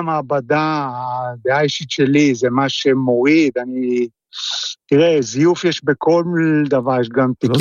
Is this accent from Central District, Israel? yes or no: no; Southern District, Israel; now in Milan, Italy; אני קיבוצק במקור, נולדתי בקיבוץ גברעם. קיבוץ גברעם בדרום, ליד כפר עזה.